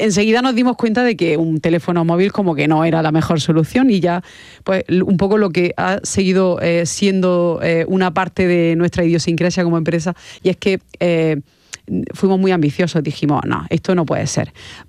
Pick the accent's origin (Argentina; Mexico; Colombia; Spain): Spain; Almería, Andalusia; nosotros somos de Almería